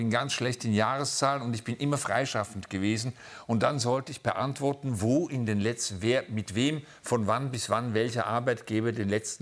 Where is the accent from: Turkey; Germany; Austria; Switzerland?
Switzerland; Ich sag's, es ist einem Schweizer verboten. Als Schweizer sagt man sowas nicht.